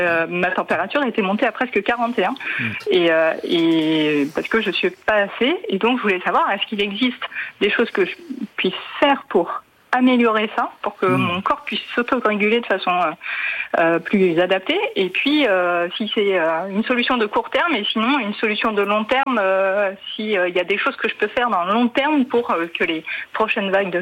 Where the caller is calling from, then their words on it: Nantes, Pays de la Loire, France; J'appelle de Nantes, dans le point chaud de la chaleur.